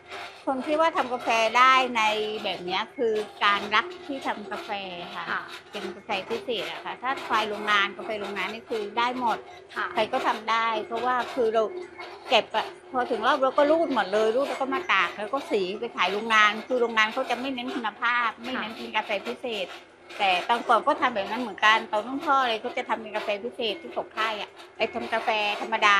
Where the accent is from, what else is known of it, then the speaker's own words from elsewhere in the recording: Surat Thani, Thailand; now in Ranong, Thailand; เป็นคนสุราษฎ